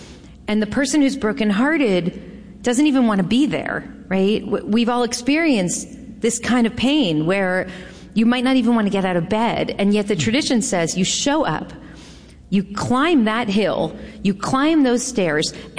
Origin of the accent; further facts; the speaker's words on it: United States; as a young mother, and as a human being, as an American, and as a Jew.